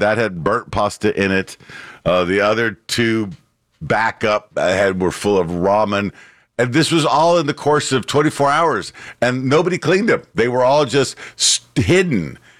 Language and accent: English; Louisiana, United States; as a Cajun, I make perfect rice.